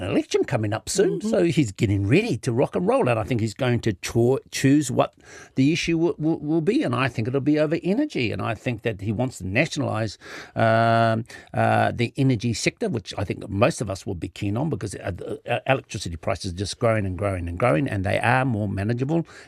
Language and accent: English; New Zealand; Can I also say that I'm from Kawarau